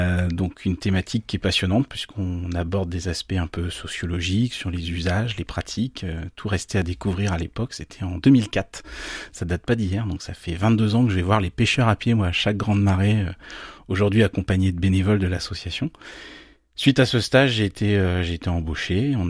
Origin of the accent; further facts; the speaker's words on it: Brittany, France; Moi, je suis natif du pays de Saint-Brieuc. J'ai toujours vécu en bord de mer.